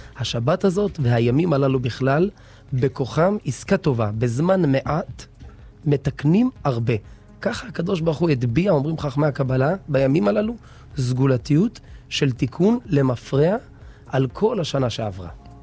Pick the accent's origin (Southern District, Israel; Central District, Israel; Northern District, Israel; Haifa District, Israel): Southern District, Israel; Beersheba; אני יליד מערב שבע, 32 שנה בשכונה, הורים שלי 34, דור שלישי באלת.